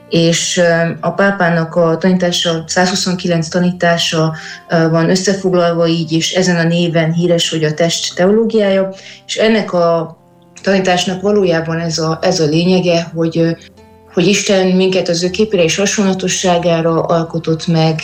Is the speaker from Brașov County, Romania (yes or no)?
yes; Brașov, Brașov County, Romania; now in Târgu Mureș, Romania; Brassóiak vagyunk, de Marosvásárhelyen élünk már egy jó ideje.